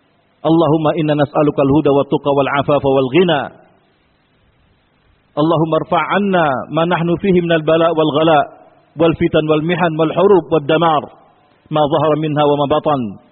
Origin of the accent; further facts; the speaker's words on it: Indonesia; احفظ بلادنا إندونيسيا من الفتن والمحن ما ظهر منها وبطن